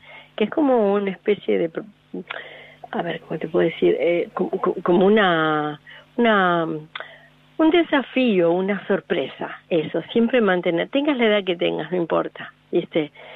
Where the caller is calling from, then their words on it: Buenos Aires, Argentina; vivo en Capital